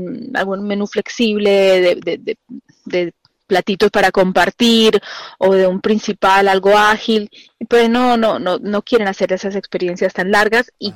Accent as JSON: {"language": "Spanish", "region": "Mendoza", "country": "Argentina", "said": "esa identidad como mendocinos y como Argentina"}